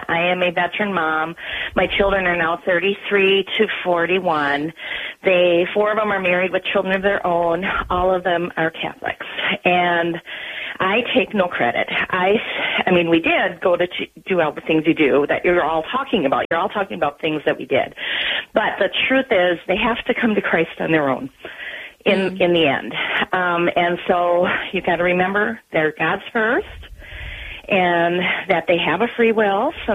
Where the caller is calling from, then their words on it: Wisconsin, United States; Oh, we're right on the lake between Green Bay and Sheboygan, kind of.